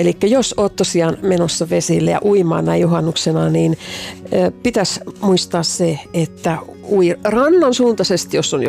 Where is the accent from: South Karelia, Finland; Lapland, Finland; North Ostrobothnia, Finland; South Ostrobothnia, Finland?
Lapland, Finland; moved away; asuin siis lapsuuteni Lapissa